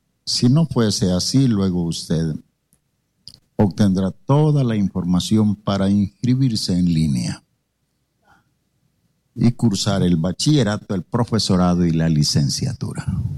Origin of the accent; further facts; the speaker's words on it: Tucson, Arizona, United States; Vengo de la ciudad de Tucson, en Arizona.